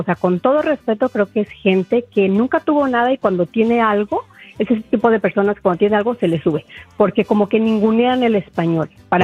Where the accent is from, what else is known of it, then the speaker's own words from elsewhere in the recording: Mexico; Mira, yo soy mexicana, mi esposo es mexicano y nuestros hijos conocen bien la comida mexicana